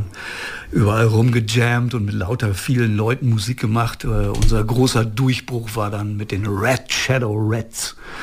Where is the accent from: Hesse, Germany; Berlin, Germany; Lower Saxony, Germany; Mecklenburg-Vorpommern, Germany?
Lower Saxony, Germany; Werlte; born there; moved away as an adult; now in Osnabrück, Germany; Ich bin in den 80er Jahren nach Osnabrück gekommen. Ich komme aus dem Emsland, gebürtig aus Werlt.